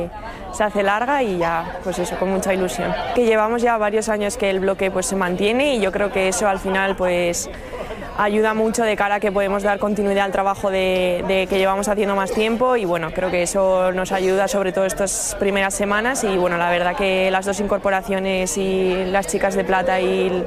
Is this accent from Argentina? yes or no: no; Navarre, Spain; Yo como jugadora navarra ha sido una evolución muy bonita. Llegué aquí con 17 años